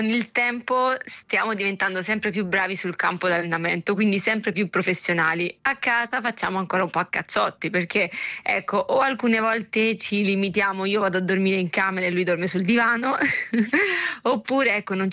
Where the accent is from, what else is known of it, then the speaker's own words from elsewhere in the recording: Ostia, Lazio, Italy; E l'Italia, io sono di Ostia, e diciamo che quale umidità e caldo ci sta avvolgendo